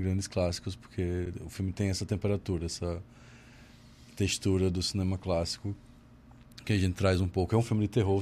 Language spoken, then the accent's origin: Portuguese; Arapiraca, Alagoas, Brazil; Eu nasci e cresci em Arapiraca.